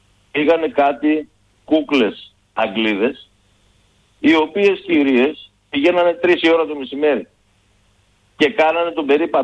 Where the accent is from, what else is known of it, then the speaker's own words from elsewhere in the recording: Thessaloniki, Central Macedonia, Greece; now in Kalandra, Greece; Είμαι μεγαλωμένος στη Θεσσαλονίκη, στο Κορδελιό. Δεν είμαι μεγαλωμένος στον Ζωά. Αλλά το χωριό μου ήταν η Καλάνδρα. Και γύρισα μετά από το στρατό εδώ στην Καλάνδρα.